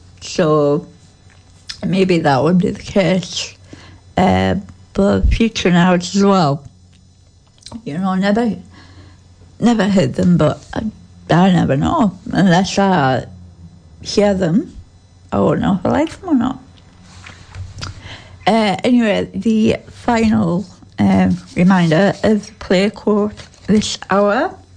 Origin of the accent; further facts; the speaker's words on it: Algeria; moved away; I grew up in Algeria